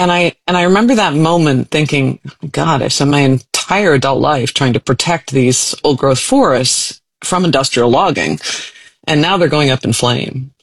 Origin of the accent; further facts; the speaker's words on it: Canada; Well, I really started my journey in the Canadian oil sands because I'm Canadian.